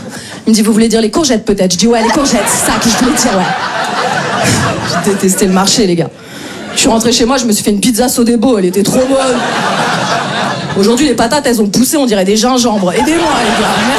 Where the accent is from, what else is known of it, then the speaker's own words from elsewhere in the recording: Paris, Île-de-France, France; Je me présente … moi je viens de Paris